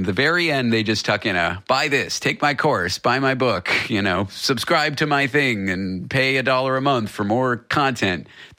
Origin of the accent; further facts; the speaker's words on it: Canada; now in United States; I'm from Canada. I live in the U.S.